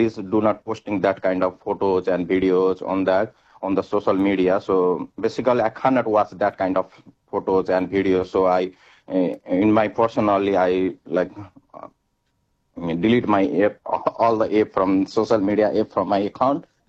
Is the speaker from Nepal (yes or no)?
yes; Western, Nepal; English is a second language; now in United States; I'm basically from the western Nepal, so there is no affected in my hometown.